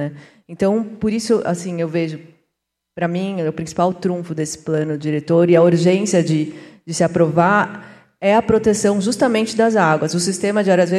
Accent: São Paulo, Brazil; moved away as an adult; now in Araras, Brazil; a minha experiência de São Paulo, eu sou de São Paulo, estou aqui faz 5 anos.

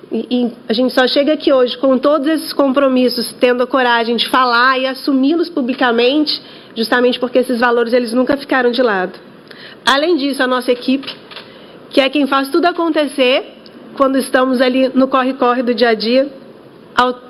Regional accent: Minas Gerais, Brazil; eu, como mineira, devo tudo a Minas. Foi onde eu nasci, onde eu cresci, foi onde eu comecei a minha vida de relações governamentais

